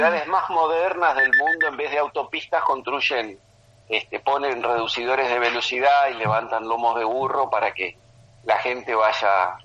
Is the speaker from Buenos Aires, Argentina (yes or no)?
no; Concordia, Entre Ríos, Argentina; now in Paraná, Argentina; yo soy de Concordia